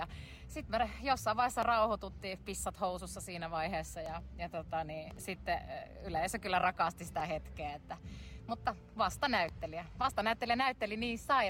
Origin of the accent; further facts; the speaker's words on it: Kitee, North Karelia, Finland; moved away; Olen itse Kiteeltä. Alun perin mun äiti asuu siellä edelleen, joten aina lomilla käydään paljon siellä